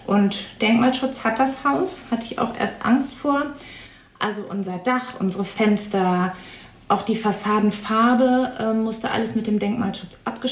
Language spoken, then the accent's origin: German; Langelsheim, Lower Saxony, Germany; now in Beuchte, Germany; Ich bin 53 Jahre alt. Ich bin in einer Kleinstadt hier in der Nähe in Langelsheim aufgewachsen. Ich bin in Goslar zur Schule gegangen.